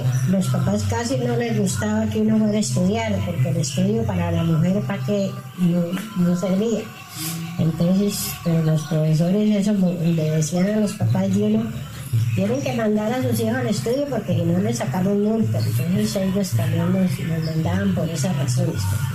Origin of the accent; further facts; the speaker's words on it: Boyacá, Colombia; born there; now in Saravena, Colombia; de mi pueblo aquí, de mi pueblo que es en Boyacá, nos mudamos para Saravena.